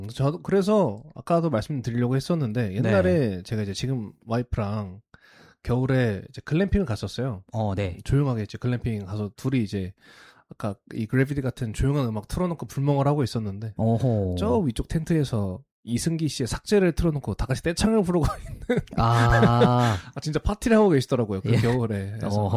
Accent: South Korea; 사실 우리나라에서 태어나고 당연히 우리나라에서 자라다 보면 늘 너무 익숙하잖아요, 우리나라가.

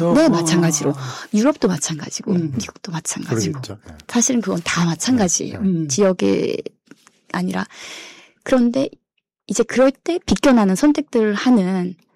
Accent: New Zealand; also born or lived in South Korea; 저 같은 경우는 뉴질랜드에서 자랐고 초등학교 때까지만 한국에서 있었고 뉴질랜드에서 모든 학교를 다녔고

